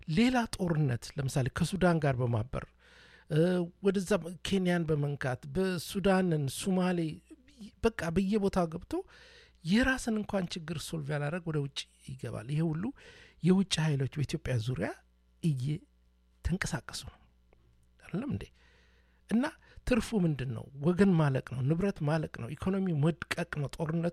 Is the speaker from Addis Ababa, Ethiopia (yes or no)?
no; Dire Dawa, Ethiopia; ማንንም ሰው እኔ ድሬዳዋ ተወልጄ ነው ያደኩት